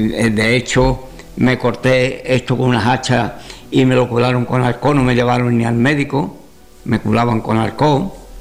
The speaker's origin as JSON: {"language": "Spanish", "town": "Almadén de la Plata", "region": "Andalusia", "country": "Spain", "tie": "born there", "also_born_or_lived": "Badajoz, Extremadura", "said": "a los 7 años pues me recogen, vengo con mis padres otra vez. Mi abuelo ya eran personas más de eso. Vengo con mis padres otra vez y los venimos a Almadén de la Plata."}